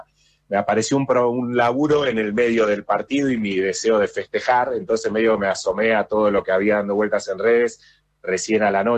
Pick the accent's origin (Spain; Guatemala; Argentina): Argentina; moved away; soy argentino.